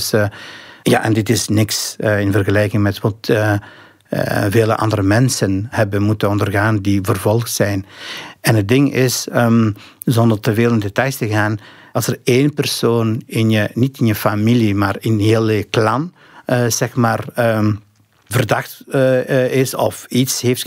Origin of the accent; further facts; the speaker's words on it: Albania; moved away; Dat strookte helemaal niet met de realiteit waar ik ben opgegroeid. Dus het was helemaal een gesloten realiteit. Het noorden van Albanië was ook binnen Albanië zelf de armste regio van het land en eigenlijk ook de armste regio in heel Europa.